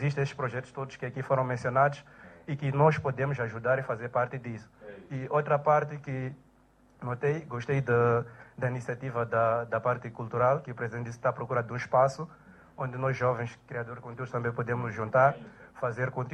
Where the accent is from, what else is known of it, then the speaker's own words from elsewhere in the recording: Mozambique; Falo como moçambicano e criador de conteúdo